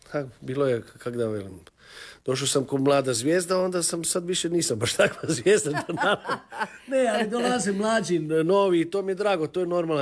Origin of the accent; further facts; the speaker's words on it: Zagreb, Zagreb County, Croatia; Rođen sam u Petrovoj bolnici sa 7 mjeseci, bio sam nedonošće, evo sad sam izrastao, imam 120 i nešto kila i 188 centimetara. Tako da je sve